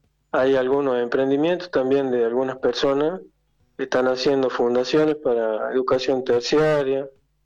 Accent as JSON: {"language": "Spanish", "town": "San Miguel de Tucumán", "region": "Tucumán", "country": "Argentina", "tie": "born there", "said": "Yo soy nacido en San Miguel de Tucumán"}